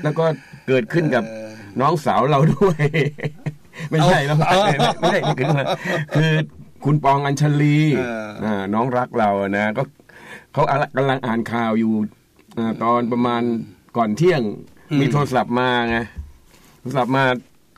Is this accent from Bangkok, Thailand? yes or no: no; Nonthaburi, Thailand; ไอ้เราก็เป็นคนนนทบุรี